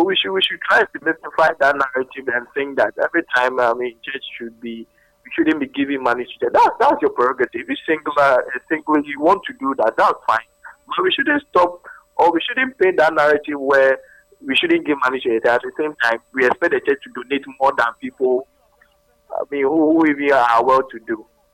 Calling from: Greater Accra, Ghana; So this is … I'm from Ablekuma.

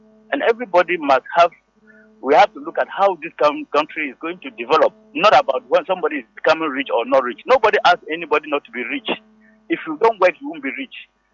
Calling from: Accra, Greater Accra, Ghana; from Dansoman.

